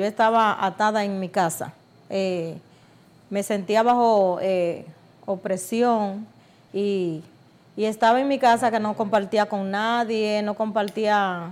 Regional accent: Herrera, Santo Domingo, Dominican Republic; Bueno, venimos del sector de Herrera.

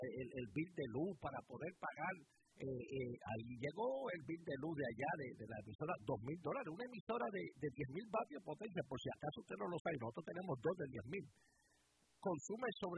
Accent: Caguas, Puerto Rico; en el pueblo mío, cerquita donde yo me crié, en Río Caña, por el sector, se llama eso, La Ponderosa. Así que se llama, Giorgio, La Ponderosa en Cagua.

